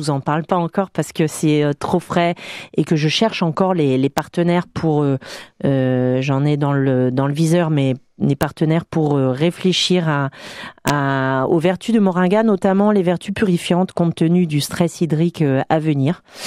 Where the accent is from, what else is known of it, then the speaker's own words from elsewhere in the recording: Bordeaux, Nouvelle-Aquitaine, France; je suis bordelaise